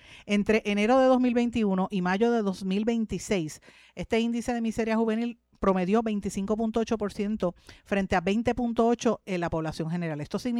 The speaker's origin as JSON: {"language": "Spanish", "country": "Puerto Rico", "said": "Tenemos 2 años como puertorriqueños"}